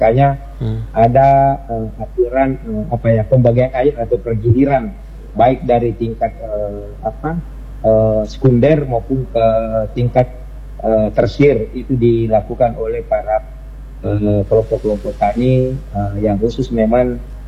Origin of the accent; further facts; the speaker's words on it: Pinrang, South Sulawesi, Indonesia; khususnya di daerah saya Pindrang, itu kan hanya ada dua musim.